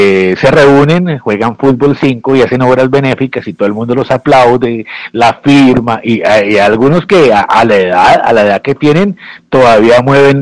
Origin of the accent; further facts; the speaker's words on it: Cali, Valle del Cauca, Colombia; accent: Colombian; ese con acento colombiano, ¿de dónde habrá salido? Pues les digo que soy de Cali, Colombia, para el mundo.